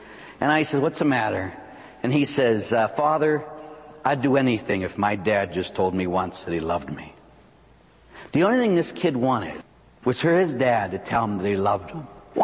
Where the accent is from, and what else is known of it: Pittsburgh, Pennsylvania, United States; born or raised there